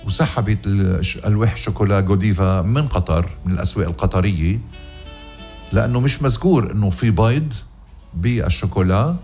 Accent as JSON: {"language": "Arabic", "country": "Lebanon"}